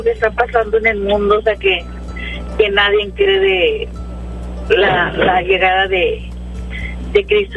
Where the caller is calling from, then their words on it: Weslaco, Texas, United States; De Hueslaco